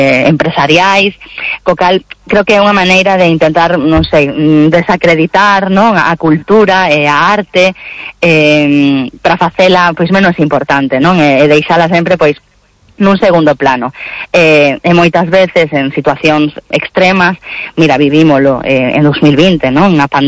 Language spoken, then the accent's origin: Galician; Galicia, Spain; nós tamén somos creadoras galegas, co cal sempre a nosa visión, o facemos dende a nosa idiosincrasia